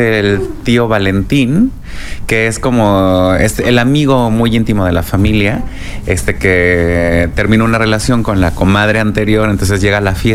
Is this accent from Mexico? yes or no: yes; Mexico